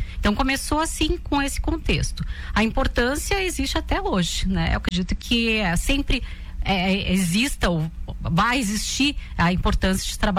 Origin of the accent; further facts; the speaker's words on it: Lages, Santa Catarina, Brazil; also born or lived in Florianópolis; Eu sou lagiana, eu sou daqui mesmo.